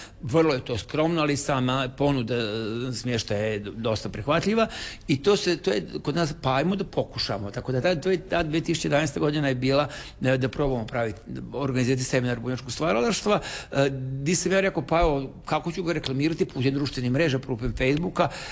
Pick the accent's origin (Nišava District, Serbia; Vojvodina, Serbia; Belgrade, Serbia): Vojvodina, Serbia; Tavankut; Ja sam iz Vojvodine, selo Tavanko kod Subotice, ona je iz Like, iz tog mjesta i tako dalje.